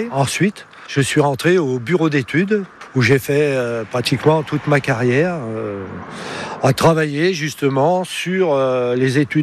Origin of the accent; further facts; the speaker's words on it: Saint-Étienne, Auvergne-Rhône-Alpes, France; born there; now in Le Mans, France; j'ai 70 ans, je suis né à Saint-Étienne. Et en gros, par amour, je suis venu au Mans.